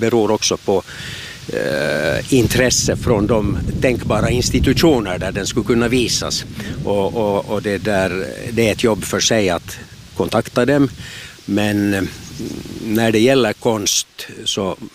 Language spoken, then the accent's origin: Swedish; Ekenäs, Uusimaa, Finland; för jag är ju uppvuxen i Ekenäs.